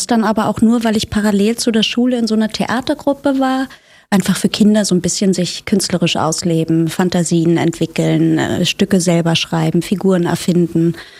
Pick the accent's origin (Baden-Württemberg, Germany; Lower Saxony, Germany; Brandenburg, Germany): Brandenburg, Germany; Potsdam; also born or lived in Zehdenick; now in Berlin, Germany; Hier Zedenick geboren, Potsdam aufgewachsen und dann in den Osten von Berlin gezogen, immer noch Ossi, ja.